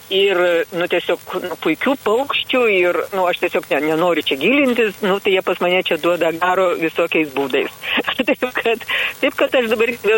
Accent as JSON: {"language": "Lithuanian", "town": "Vilnius", "region": "Vilnius County", "country": "Lithuania", "said": "Aš iš Vilniaus miesto, štiodu šitą interviu."}